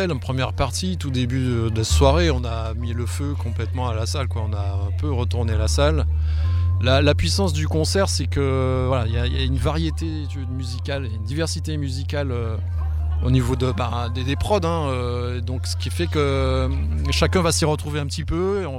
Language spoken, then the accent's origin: French; Guadeloupe; moved away as an adult; depuis que je suis arrivé ici, en réalité, depuis les années, début des années 2000. Mais j'ai grandi en Guadeloupe